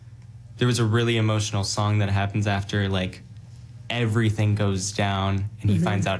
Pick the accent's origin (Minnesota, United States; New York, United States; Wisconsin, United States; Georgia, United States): Wisconsin, United States; Horicon; I'm from Horicon High School.